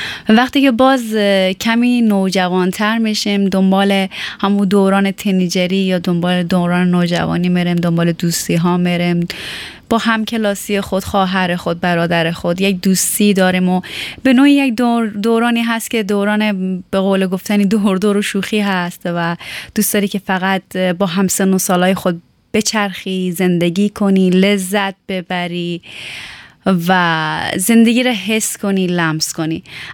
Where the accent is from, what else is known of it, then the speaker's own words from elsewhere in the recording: Tehran, Tehran Province, Iran; چون همیشه گفتم متولد ایران هستم، خود در کوچه پس کوچه های تهران میدیدم و سرگرم بازی و شیطنت و راه مدرسه